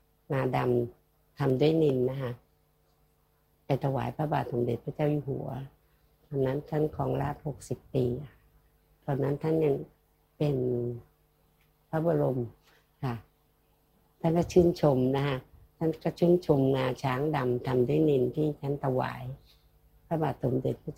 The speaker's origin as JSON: {"language": "Thai", "town": "Bo Phloi", "region": "Kanchanaburi", "country": "Thailand", "tie": "born there", "said": "ฉันเกิดที่อำเภอบ่อพลอยใช่ไหมคะ"}